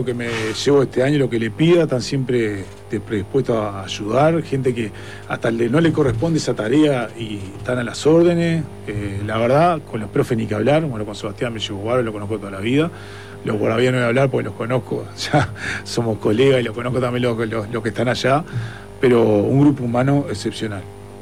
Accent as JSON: {"language": "Spanish", "town": "San Carlos", "region": "Maldonado", "country": "Uruguay"}